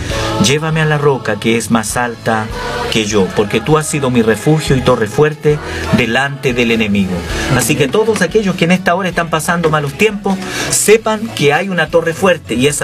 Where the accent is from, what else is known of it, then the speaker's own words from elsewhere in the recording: Chile; Somos chilenos todos